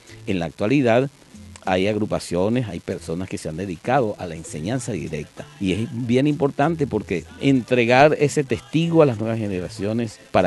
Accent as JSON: {"language": "Spanish", "region": "Lara", "country": "Venezuela"}